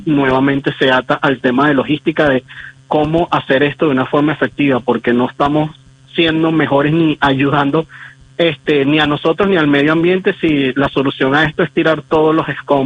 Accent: Venezuela

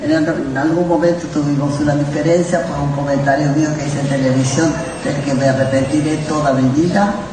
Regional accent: Villa Cañás, Santa Fe, Argentina; Le deseo a Roberto lo que es santafesino, igual que yo. Nada más que soy de Villa Caña.

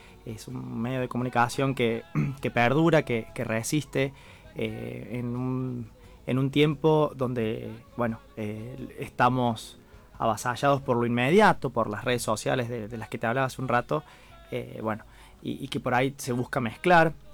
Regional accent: Argentina; born there; orgulloso de haber nacido en Argentina, de ser argentino

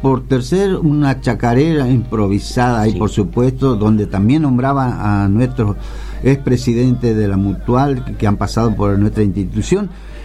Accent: Chaco, Argentina; now in Santiago del Estero, Argentina; un chaqueño como lo soy yo, metido entre los santiagueños

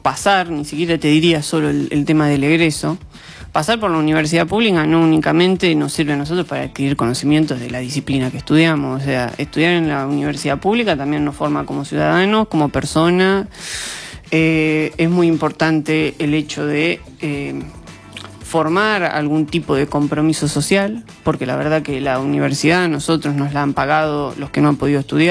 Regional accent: Doblas, La Pampa, Argentina; Yo de Doblas.

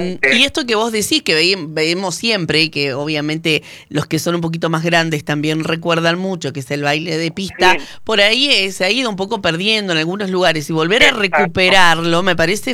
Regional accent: Entre Ríos, Argentina; nosotros, viste, los entrerrianos, porque estamos tan cerquita de Santa Fe, somos todos muy cumbieros.

